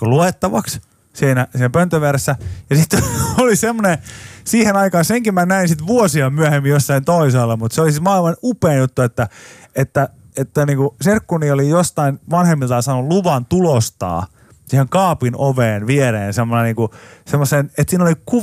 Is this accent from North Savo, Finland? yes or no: no; Pori, Satakunta, Finland; Mä oon Porista